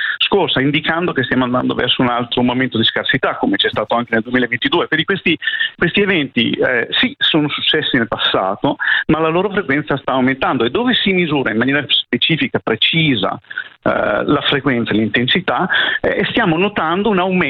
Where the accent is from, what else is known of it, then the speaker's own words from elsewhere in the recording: Bologna, Emilia-Romagna, Italy; Faccio un esempio: Bologna, che lei cita, come voi potete sentire dall'accento, io sono di Bologna.